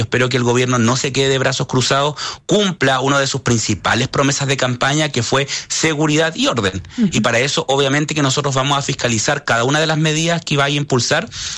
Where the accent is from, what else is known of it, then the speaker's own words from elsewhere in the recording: Antofagasta, Chile; especialmente en mi región de Antofagasta, de donde yo vengo